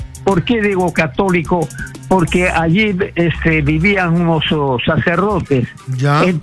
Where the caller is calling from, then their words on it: Iquitos, Loreto, Peru; de Iquitos, te estoy llamando.